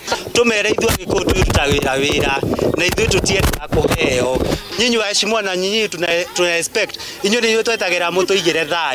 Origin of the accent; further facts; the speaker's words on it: Kenya; tuwaombi sisi ni wa Kenya kama nyinyi na tunasema jamii zote ziko pale tipis